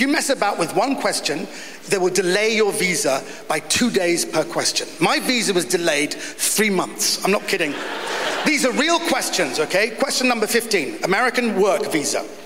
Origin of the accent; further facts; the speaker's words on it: United Kingdom; I'm a British Iranian.